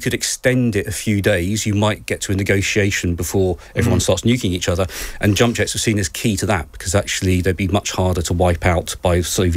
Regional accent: Kingston upon Thames, London, United Kingdom; I grew up in Kingston

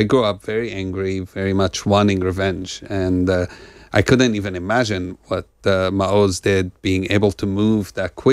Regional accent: East Jerusalem, West Bank, Palestine; I grew up in East Jerusalem and in the West Bank under occupation

